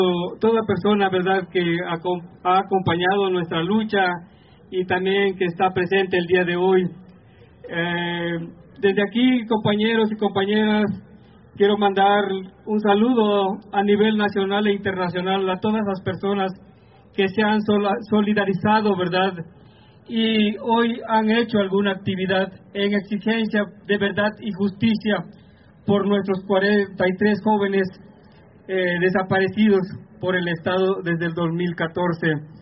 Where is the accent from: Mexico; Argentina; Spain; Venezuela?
Mexico